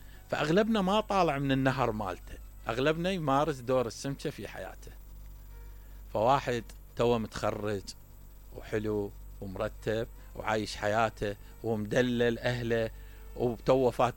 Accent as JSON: {"language": "Arabic", "town": "Basra", "region": "Basra Governorate", "country": "Iraq", "said": "يعني أنا أطلع من البصرة ما أقدر أعيش بالديوانية، ما أقدر أعيش ببغداد، ما أقدر أعيش بسليمانية،"}